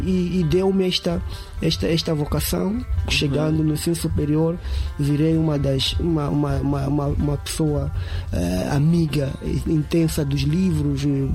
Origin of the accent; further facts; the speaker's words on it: Pebane, Zambezia, Mozambique; No distrito, lá em Pebane. E essas coisas todas contribuíram. Mas quando eu vou à cidade, saí de Pebana, naquele Mane, a realidade era outra.